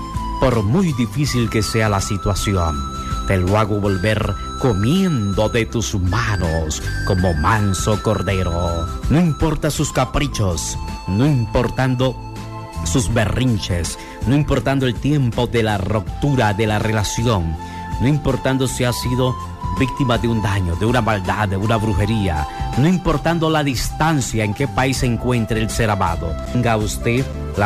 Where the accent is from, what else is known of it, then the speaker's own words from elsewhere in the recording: Peru; now in Honduras; Yo vengo de Perú y me cuesta algunos nombres de aquí de la República de Honduras.